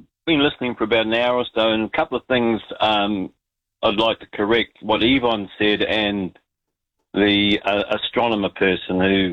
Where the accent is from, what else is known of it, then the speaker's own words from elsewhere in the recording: Auckland, New Zealand; I was brought up in Grey Lynn.